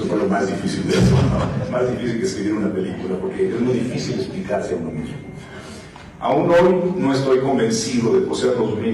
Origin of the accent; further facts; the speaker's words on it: Mexico; todos los mexicanos que trabajamos en las artes visuales